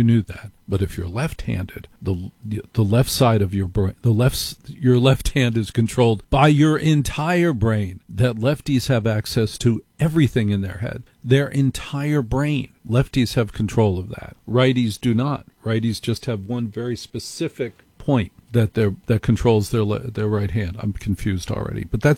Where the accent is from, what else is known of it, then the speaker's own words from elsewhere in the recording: New Jersey, United States; In the neighborhood where I grew up in Jersey, there was a competition each year.